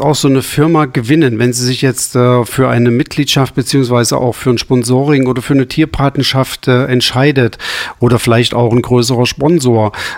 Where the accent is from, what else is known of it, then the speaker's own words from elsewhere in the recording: Altenburg, Thuringia, Germany; Ich komme ja aus Altenburg